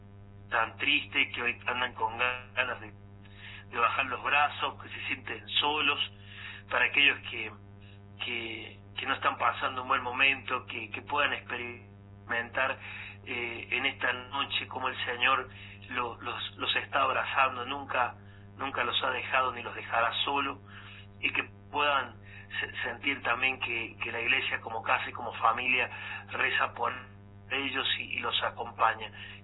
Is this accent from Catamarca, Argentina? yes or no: no; San Juan, Argentina; acompañar a mi pueblo y estar con los sanjuaninos viviendo una experiencia única.